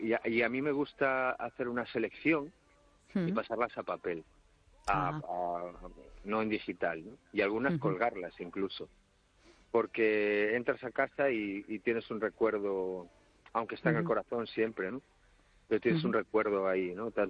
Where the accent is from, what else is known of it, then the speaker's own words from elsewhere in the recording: Cangas, Galicia, Spain; de cuando vivíamos de mi infancia en Masó y allí en Cangas, que la recuerdo con un cariño